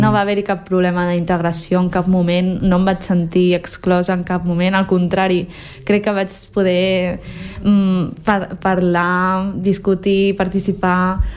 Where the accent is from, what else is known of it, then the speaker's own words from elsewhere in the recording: Catalonia, Spain; born there; also born or lived in China; pues jo sóc d'aquí, i al final, clar, ma mare em va dir, sí, ets aquí, però... I llavors em va explicar com una mica el viatge i tot, i en aquell moment, o sigui, el viatge de jo anar de la Xina aquí